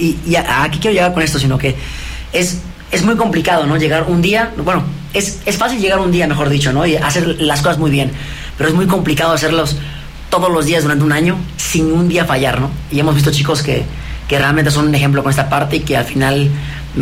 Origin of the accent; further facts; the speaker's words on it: Mérida, Yucatán, Mexico; moved away as an adult; also born or lived in Northern Ireland / United States; Yo soy de Mérida, soy de Mérida. Yucateco, sí.